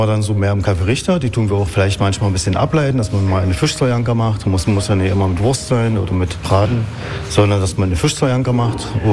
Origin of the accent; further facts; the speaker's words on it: Brandenburg, Germany; also born or lived in Saxony; Nein, bin kein Finne. Ich bin Brandenburger und Sachsen zu Hause.